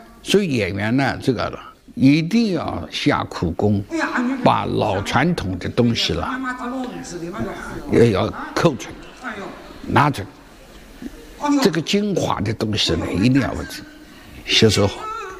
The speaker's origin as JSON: {"language": "Chinese", "town": "Huzhou", "region": "Zhejiang", "country": "China", "said": "我们湖州的土话呢"}